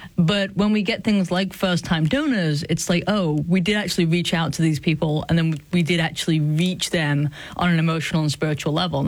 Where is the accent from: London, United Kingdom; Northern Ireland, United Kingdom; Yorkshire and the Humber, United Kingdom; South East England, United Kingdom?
Yorkshire and the Humber, United Kingdom; Sheffield; born or raised there; now in North Carolina, United States